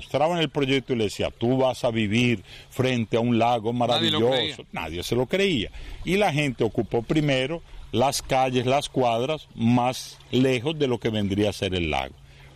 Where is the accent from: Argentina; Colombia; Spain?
Colombia; Barranquilla, Atlántico; now in Palmas, Brazil; mi ciudad natal